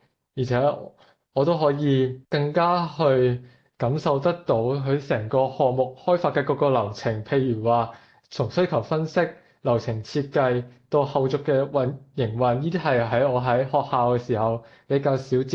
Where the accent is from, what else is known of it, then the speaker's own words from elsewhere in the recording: Macau; now in Wuhan, China; 我来自澳门。而家喺武漢大學就讀嘅係計算機學院軟件工程專業嘅學生